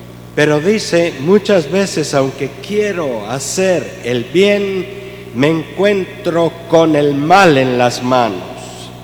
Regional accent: Quetzaltenango, Guatemala; now in Cobán, Guatemala; En Xela, en mi pueblo, sí había mucho trigo.

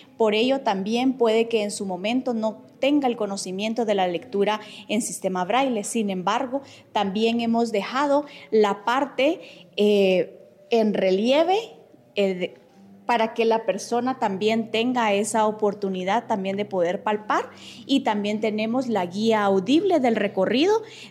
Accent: Guatemala

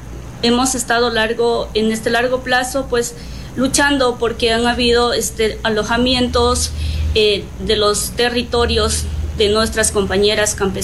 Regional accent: Ecuador; Vienen de diferentes partes de nuestro Ecuador, tanto de sierra, costa y Amazonía

